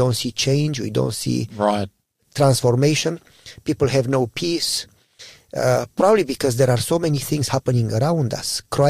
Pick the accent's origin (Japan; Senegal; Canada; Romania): Romania; now in United States; Originally from Romania.